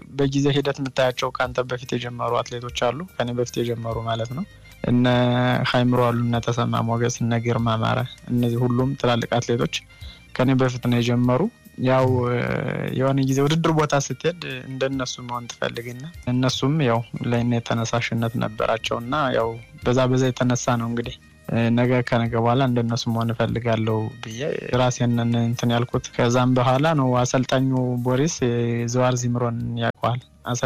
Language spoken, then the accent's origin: Amharic; Gondar, Amhara, Ethiopia; born or raised there; now in Israel